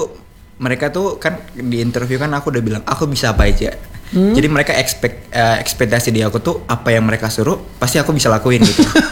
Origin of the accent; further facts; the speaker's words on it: Rote, East Nusa Tenggara, Indonesia; kebetulan aku bawa kain dari daerah aku, dari Rote.